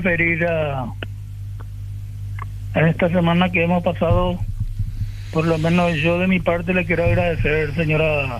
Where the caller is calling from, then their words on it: Paraguay; como los paraguayos siempre tenemos la mente morbosa